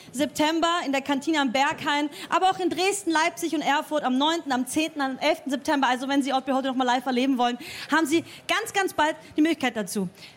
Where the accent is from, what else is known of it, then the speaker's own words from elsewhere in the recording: Austria; also born or lived in Bulgaria; Ich bin ja aus Österreich.